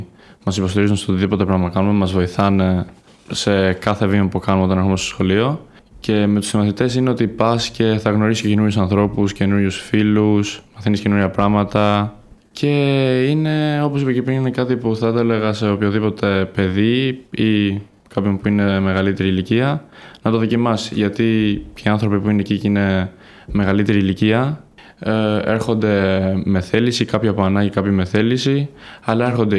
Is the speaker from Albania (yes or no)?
yes; Albania; Greek is a second language; now in Greece; εγώ που δεν είμαι από την Ελλάδα, είμαι από την Αλβανία. Ήταν ένα πράγμα που το έχουμε κάνει και στην Αλβανία.